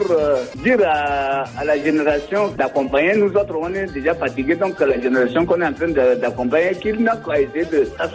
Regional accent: Chad; Donc, il faudrait qu'ils comprennent que nous sommes tous des Tchadiens.

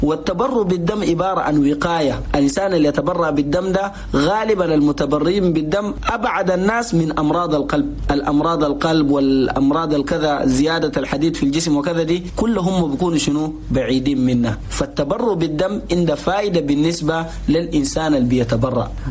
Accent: Chad; نقول لأخواننا المواطنين جميعا في بلدنا تشاد

